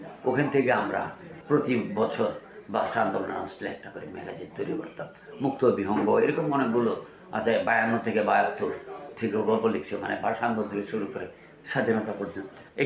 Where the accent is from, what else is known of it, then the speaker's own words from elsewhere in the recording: Brahmanbaria, Chittagong Division, Bangladesh; আমার বাড়ি ব্রাহ্মণবাড়ি